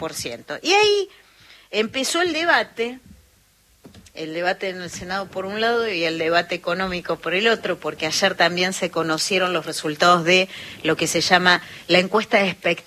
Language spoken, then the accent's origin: Spanish; Argentina; Y que habla mucho de cómo somos los argentinos.